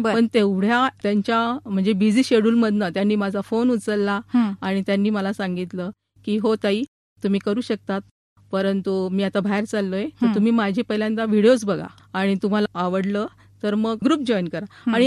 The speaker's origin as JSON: {"language": "Marathi", "town": "Nashik", "region": "Maharashtra", "country": "India", "tie": "born or raised there", "moved": "as an adult", "lives_now": "Palghar, India", "said": "माझं नाशिक इथं शिक्षण झालंय. मी मूळची नाशिकचीच, पण मी लग्न करून तारापूरला गेली."}